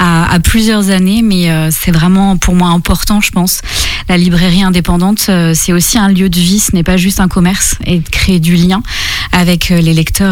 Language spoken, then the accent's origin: French; Apremont, Pays de la Loire, France; Alors moi j'ai grandi à Apremont, donc à quelques kilomètres.